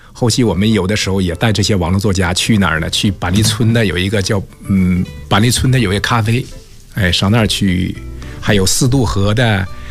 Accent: Wenzhou, Zhejiang, China; 因为我老家是温州的嘛

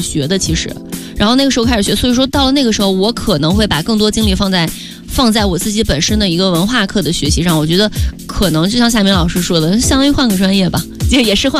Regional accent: northern China, China; moved away; also born or lived in Sichuan; 后来呢，因为在四川，然后在四川大家都说四川话，但是我从小在北方长大的

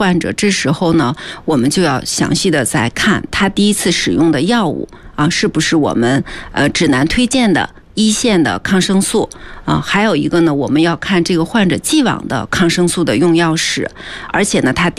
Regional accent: China; 尤其是我们中国人的

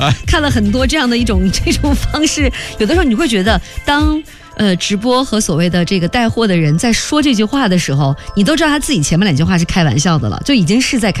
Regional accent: China; 按照我们中国人说的怎么说法来的，就是年轻的时候可能会特别漂亮

